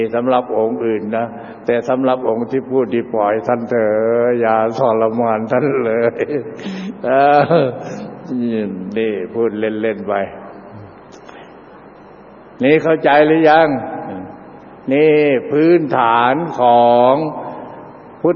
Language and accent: Thai; Isan, Thailand; เราก็เป็นคนภาคอีสาน 100%